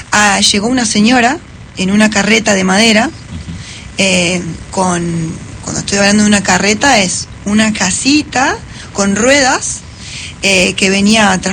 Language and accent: Spanish; Luiggi, La Pampa, Argentina; Nosotros estamos ahí a la vera de la vía. Y bien. Somos el último pueblo, por eso somos Punta de Rieles